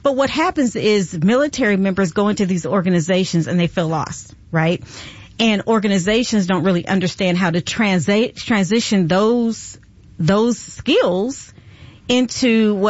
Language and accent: English; Midwest, United States; I grew up in the Midwest.